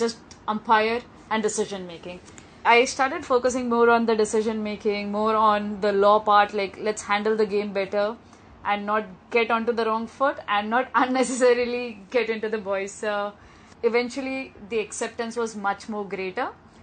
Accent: Mumbai, Maharashtra, India; In India, we first have to clear the exams for the state we belong to. So I came from Mumbai

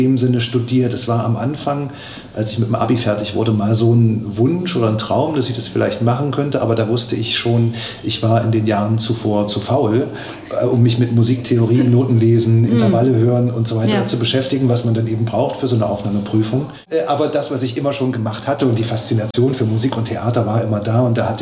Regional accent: Rudolstadt, Thuringia, Germany; ich habe auch früh als Kind am Chor in der Schule, es gibt ja hier auch einen tollen Chor in Rudolstadt

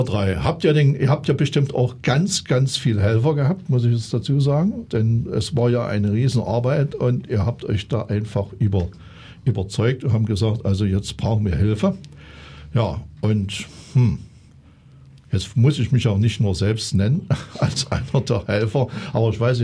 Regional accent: Saxony, Germany; Also, ich bin ja Sachse, also ich weiß es jetzt nicht so aus der sächsischen Schullandschaft

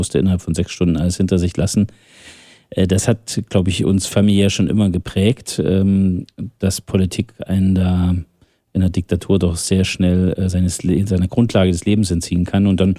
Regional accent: Thuringia, Germany; Ich bin Thüringer durch und durch, bin in einem kleinen Ort in der Nähe von Jena groß geworden. Zimritz heißt der. Hab dann ja meine Schule und auch mein Studium zu großen Teilen in Jena, aber auch in Bonn, in den USA gemacht.

